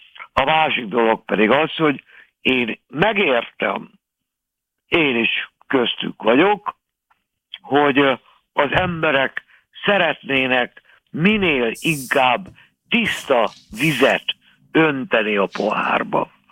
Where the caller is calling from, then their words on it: Hungary; magyar vagyok